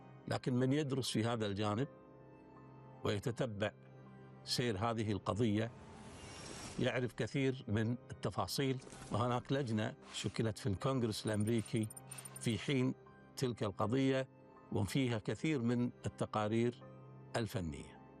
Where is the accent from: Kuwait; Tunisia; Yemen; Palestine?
Kuwait; وإحنا نسميها عندنا بالكويت نسمي شوزن ونسمي نص شوزن وربع شوزن.